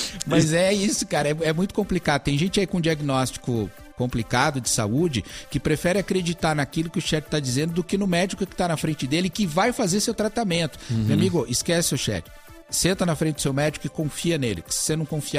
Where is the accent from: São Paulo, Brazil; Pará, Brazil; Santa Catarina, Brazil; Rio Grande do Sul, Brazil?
São Paulo, Brazil; Bauru; lá na minha cidade, Bauru, no interior de São Paulo.